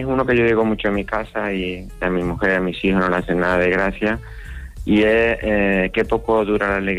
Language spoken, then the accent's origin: Spanish; Canary Islands, Spain; No, bueno, creo que tiene razón, pero acuérdate que somos canarios y claro, somos muy tranquilos.